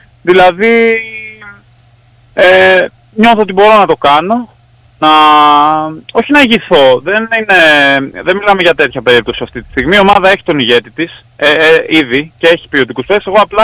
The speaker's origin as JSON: {"language": "Greek", "town": "Thessaloniki", "region": "Central Macedonia", "country": "Greece", "said": "έχω φίλους εδώ πάρα αρκετούς, επειδή είμαι και από Θεσσαλονίκη"}